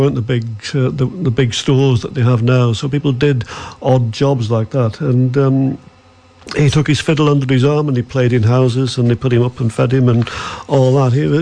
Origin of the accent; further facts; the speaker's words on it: County Donegal, Ireland; when I was growing up in Donegal at the time.